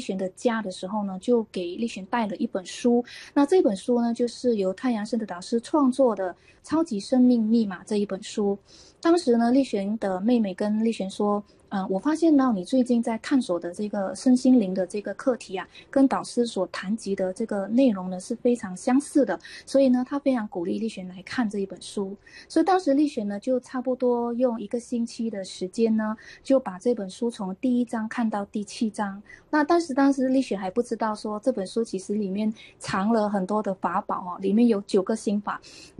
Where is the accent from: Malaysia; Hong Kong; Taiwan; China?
Malaysia; Malacca; 我是来自马来西亚马六甲，目前呢是一家国际贸易企业的资深经理人